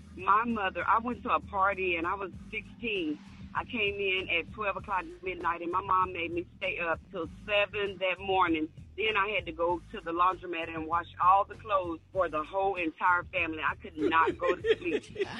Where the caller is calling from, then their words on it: Heartland, Texas, United States; I am calling from Heartland, Texas.